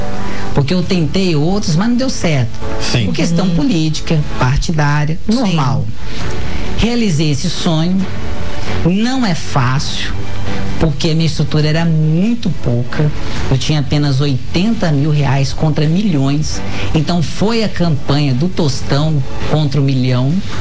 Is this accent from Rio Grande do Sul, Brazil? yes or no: no; Campo Grande, Mato Grosso do Sul, Brazil; born there